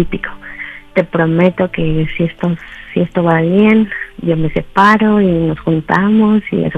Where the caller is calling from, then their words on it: Guadalajara, Jalisco, Mexico; 34 años y soy de Guadalajara